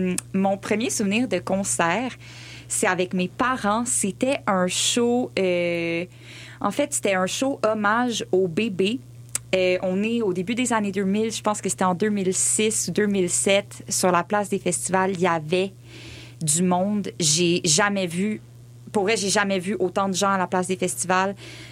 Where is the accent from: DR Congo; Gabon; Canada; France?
Canada; Quebec; moi, j'ai grandi dans Hunsic